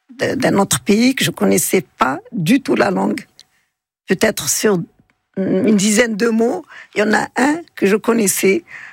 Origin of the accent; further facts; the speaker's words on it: Algeria; now in Grenoble, France; je viens d'Algérie